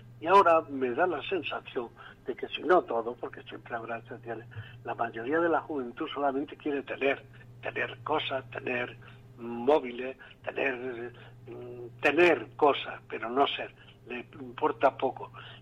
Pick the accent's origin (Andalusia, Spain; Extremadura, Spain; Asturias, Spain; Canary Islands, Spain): Andalusia, Spain; Begíjar; Pertenezco a un grupo de teatro de aquí, de Vejijas, de mi pueblo